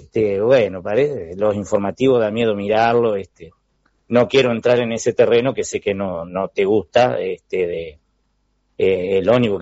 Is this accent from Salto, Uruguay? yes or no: no; Ecilda Paullier, San José, Uruguay; now in San José de Mayo, Uruguay; mi coterráneo de allá de Sisla Polié. Si bien yo ahora estoy en San José de Mayo, pero soy oriundo de Sisla Polié.